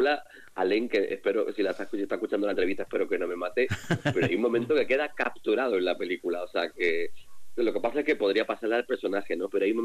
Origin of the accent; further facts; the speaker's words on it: Cádiz, Andalusia, Spain; Yo soy de Cádiz, o sea, y nunca he tenido problemas con la dicción, ¿eh?